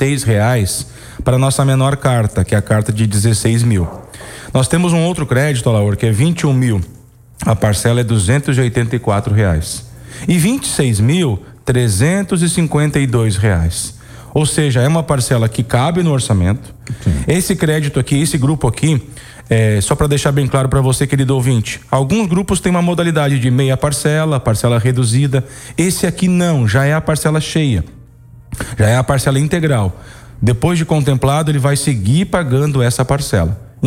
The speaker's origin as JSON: {"language": "Portuguese", "region": "Rio Grande do Sul", "country": "Brazil", "said": "eu que sou gaúcho"}